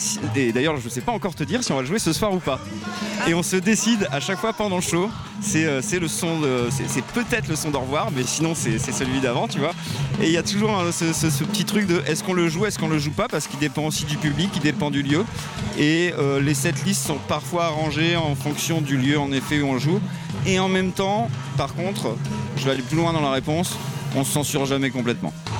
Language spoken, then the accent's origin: French; Calais, Hauts-de-France, France; et du coup on vient de Calais, c'est encore plus pertinent je pense quand on vient de Calais